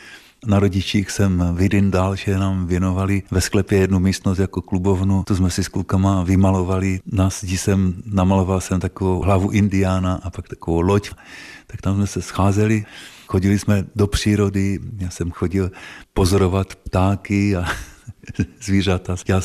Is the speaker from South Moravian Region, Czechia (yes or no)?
no; Moravian-Silesian Region, Czechia; Vlastně ještě v důchodu potom 20 let vařila v hospodě u nás ve Třvaldě. Takže jsem měl takové prostě úplně obyčejné rodiče, jenom se základním vzděláním.